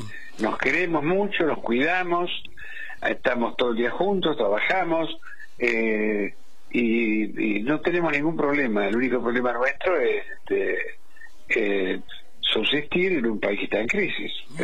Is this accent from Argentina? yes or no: yes; Argentina; moved away as an adult; also born or lived in Puerto Rico